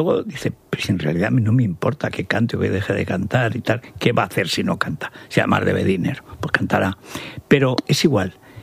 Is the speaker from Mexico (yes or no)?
no; Orihuela del Tremedal, Aragon, Spain; yo soy de Orihuela del Termedal.